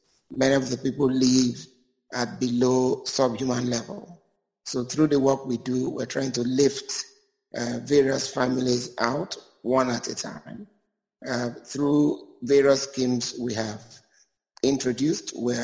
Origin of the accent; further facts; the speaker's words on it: Okrika, Rivers, Nigeria; growing up in Okrika, as Mike and I did